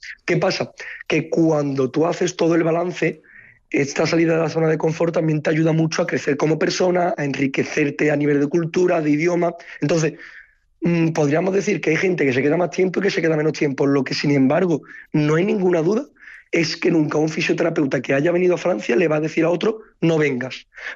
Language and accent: Spanish; Cádiz, Andalusia, Spain; moved away as an adult; also born or lived in Sevilla; aunque soy realmente de Cádiz, hago mis estudios en Sevilla, y yo decido emigrar.